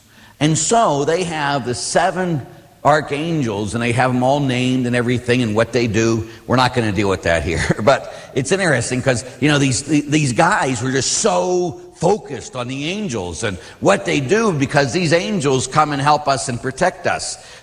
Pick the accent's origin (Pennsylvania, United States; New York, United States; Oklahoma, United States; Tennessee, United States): Pennsylvania, United States; Pittsburgh; when I was a kid, I grew up in Pittsburgh, as we all know